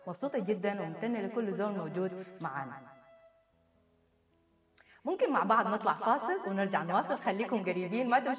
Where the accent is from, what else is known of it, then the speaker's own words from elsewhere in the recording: Sudan; وإحنا كسودانيين لسه ما زلنا مستمرين نرفع دعيتنا وأمنياتنا لربنا القدير إنه يعم الفرح والسلام في سوداننا الحبيبة، في كل بقعة من بلدنا الحبيبة السودان.